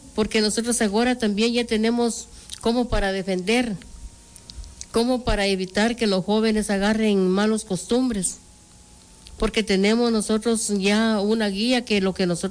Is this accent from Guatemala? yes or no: yes; La Unión, Zacapa, Guatemala; somos de La Unión, somos 9 comunidades